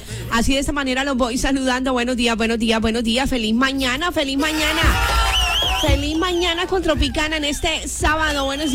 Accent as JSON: {"language": "Spanish", "country": "Colombia"}